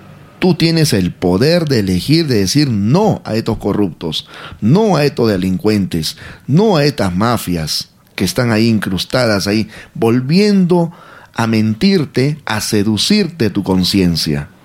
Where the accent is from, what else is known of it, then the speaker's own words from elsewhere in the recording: Peru; acá es el Perú